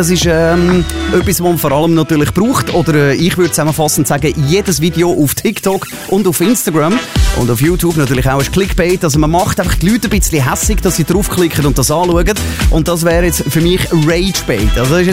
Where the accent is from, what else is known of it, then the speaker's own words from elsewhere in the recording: Switzerland; Das könnte man durchaus vorstellen als Jugendwort bei uns in der Schweiz.